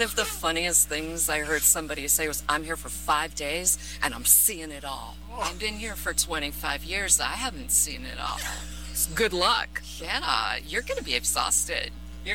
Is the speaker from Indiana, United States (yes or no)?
no; New York, United States